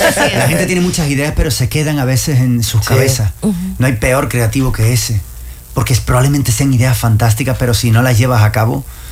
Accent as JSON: {"language": "Spanish", "country": "Spain", "said": "Y yo, de hecho, soy un español que siento un profundo amor por mi país"}